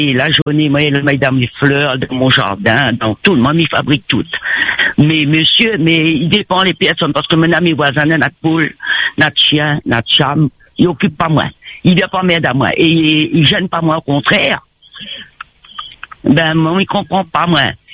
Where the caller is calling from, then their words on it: Entre-Deux, Réunion; Ben moi je suis à l'Entre-deux, moi je vis dans la commune de l'Entre-deux.